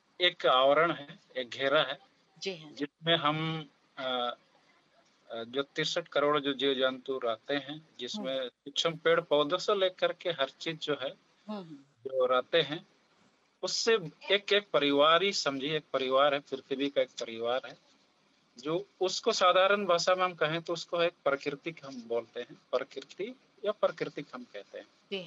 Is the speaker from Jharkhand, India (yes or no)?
yes; Chakradharpur, Jharkhand, India; और मैं चक्रधरपुर का रहने वाला हूँ।